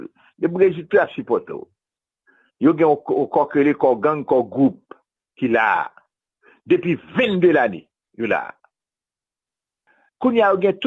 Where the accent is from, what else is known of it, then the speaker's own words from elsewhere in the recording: Haiti; nous avons supporté Haïti, nous avons supporté, nous venons d'Haïti